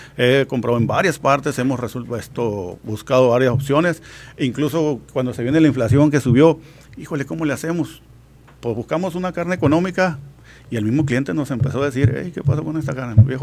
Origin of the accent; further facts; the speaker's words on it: Ciudad Obregón, Sonora, Mexico; now in Mexicali, Mexico; de ahí es donde sale la carne seca Jiménez. Originario de Ciudad Obregón, llegamos aquí a Mexicali hace 15, 16 años